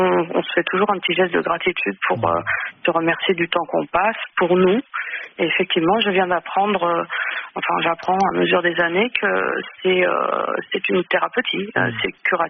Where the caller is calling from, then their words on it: Southern France, France; j'ai la chance d'habiter le sud de la France